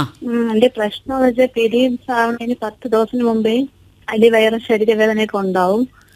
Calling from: Thiruvananthapuram, Kerala, India; ഞാൻ തിരുവനന്തപുരത്തു നിന്നാണ് താമസിക്കുന്നത്.

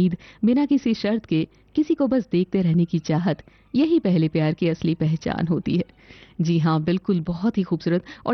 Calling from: Delhi, India; हमारे शहर दिल्ली में बरसात हो रही है बहुत जोरों से

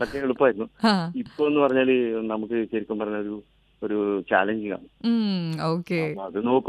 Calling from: Kerala, India; ഞാനിവിടെ അടുത്ത് തന്നെയാണ്, ഗാന്ധി റോഡ്.

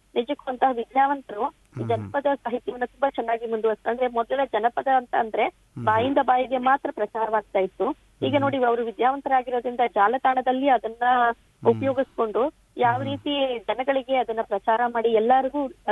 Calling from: Karnataka, India; ನಮ್ಮ ಊರಲ್ಲಿ ನಾನು ಹಿಂಗೆ ಹಿಂದೆನೂ ಹೇಳಿದ್ದೆ ಸರ್, ಸಿದ್ದರಬೆಟ್ಟ

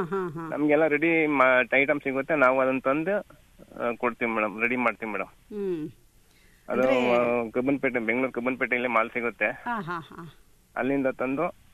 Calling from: Tiptur, Karnataka, India; Tiptur, Manjunath Nagar

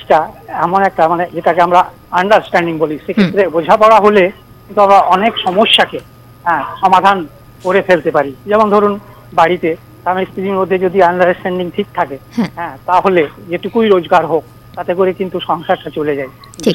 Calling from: Birbhum district, West Bengal, India; আমি পশ্চিমবঙ্গের বীরভূম জেলার দুবগাঞ্জপুর থেকে … কথা বলছি।

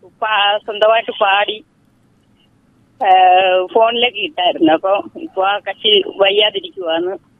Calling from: Thengamam, Kerala, India; പത്തനംതിട്ട ജില്ലയിൽ തെങ്ങം വന്ന സ്ഥലത്തുനിന്ന് വിളിക്കുക.

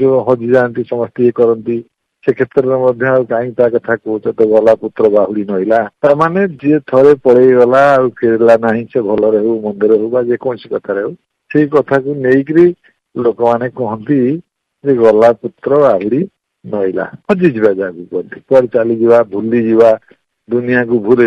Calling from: Cuttack, Odisha, India; ମୁଁ କଟକରୁ କହୁଛି।

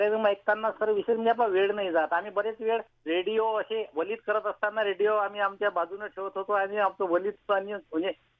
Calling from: Vadoda, Maharashtra, India; वडोदा पानाचे, जिल्हा जळगाव येथून संवाद साधत आहे.

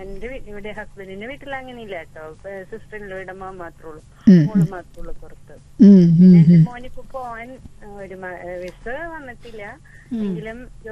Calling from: Kerala, India

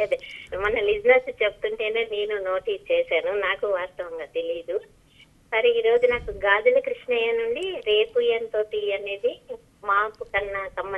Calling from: Khammam, Telangana, India; నేను ఖమ్మం నుంచి

